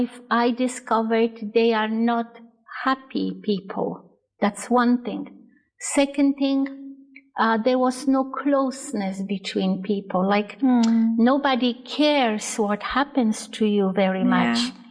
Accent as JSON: {"language": "English", "country": "Poland", "tie": "born or raised there", "also_born_or_lived": "Canada", "moved": "yes", "said": "Well, I was born in Poland and it was a communist Poland at that time. So all my childhood was spent in a simple country. It was considered a third world country. Then when I grew up, I was taken by my family to Canada"}